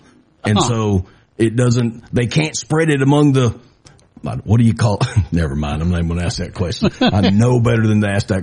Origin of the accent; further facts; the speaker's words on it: Mississippi, United States; It's just weird to me because, you know, we come from a place like Pancake and I grew up in Mississippi.